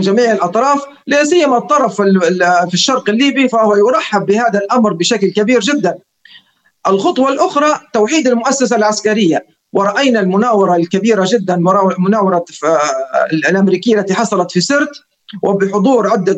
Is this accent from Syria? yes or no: no; Libya; نحن كصحافة ليبية وكصحافة وطنية